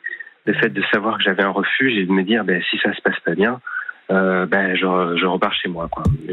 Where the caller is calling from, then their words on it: Bordeaux, Nouvelle-Aquitaine, France; Alors, je suis sur Bordeaux